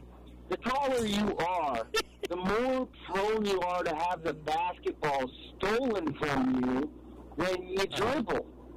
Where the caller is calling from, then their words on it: Youngstown, Ohio, United States; I'm from Youngstown, Ohio.